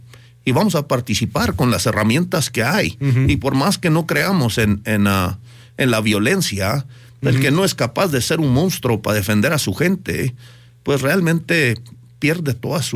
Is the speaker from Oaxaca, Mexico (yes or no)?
no; Chihuahua, Mexico; Yo nací en Chihuahua y pues realmente me considero mexicano. Yo pudiendo salir del país, no lo he hecho porque yo amo a México y tengo sangre indígena, de hecho.